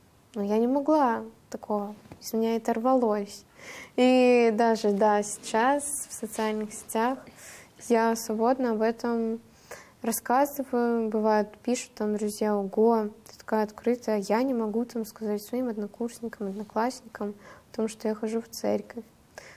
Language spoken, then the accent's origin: Russian; Gelendzhik, Krasnodar Krai, Russia; — это Геленджик, мой родной город.